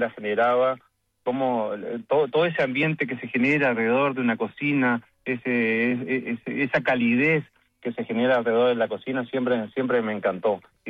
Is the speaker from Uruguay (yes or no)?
yes; Uruguay; Como todo uruguayo que no se doblega ante nada.